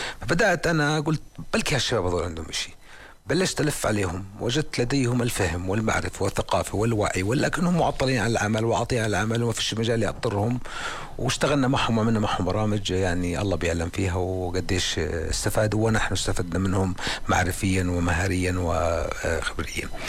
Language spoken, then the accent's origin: Arabic; Jordan; وهذا أمر يؤذيني كأردني، يؤذيني كمواطن، يؤذيني كمختص